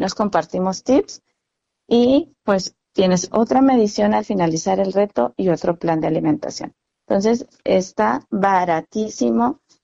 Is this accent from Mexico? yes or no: yes; Ciudad Juárez, Chihuahua, Mexico; nuestra sociedad juarense